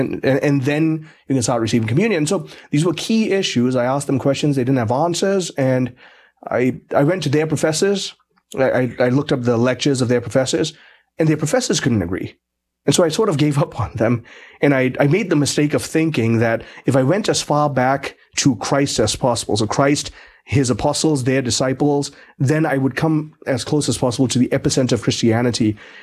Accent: Malaysia; We're about four or five generations into being Malaysian, so pretty separated from the Indian heritage. And we are, like I said, nominally Catholic. And so I became an atheist from a very young age.

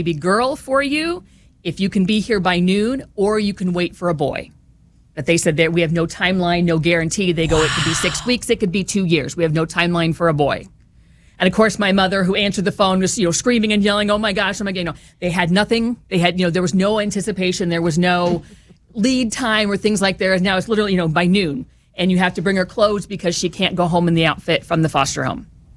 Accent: Hoopeston, Illinois, United States; So I grew up in St. Anthony's Parish.

